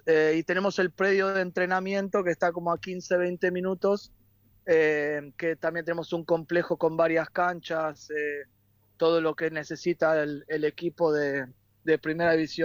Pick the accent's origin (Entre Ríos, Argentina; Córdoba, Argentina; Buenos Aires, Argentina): Buenos Aires, Argentina; born or raised there